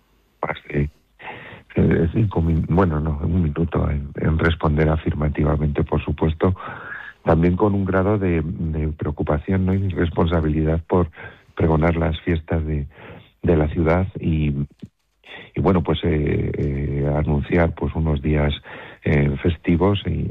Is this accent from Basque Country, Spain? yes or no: no; Cogolludo, Castilla-La Mancha, Spain; also born or lived in Guadalajara; Yo era un niño, sí, de Cogolludo